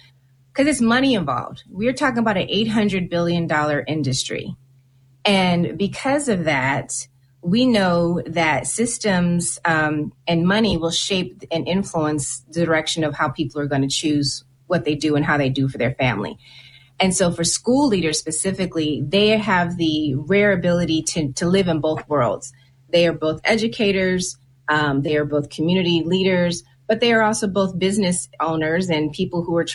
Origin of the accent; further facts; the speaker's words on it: California, United States; I grew up in California